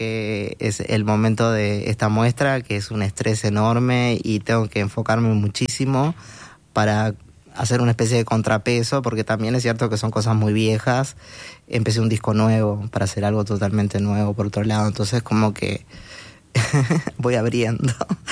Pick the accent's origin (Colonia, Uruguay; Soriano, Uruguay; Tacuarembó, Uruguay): Tacuarembó, Uruguay; moved away; also born or lived in Montevideo, Uruguay / Buenos Aires, Argentina; yo soy de Tacuarembó, entonces como que soy de ahí, ya sé que en algún momento voy a venir a Montevideo. Cuando estaba en Montevideo sabía que tenía que irme y nunca pensé que iba a volver a Uruguay.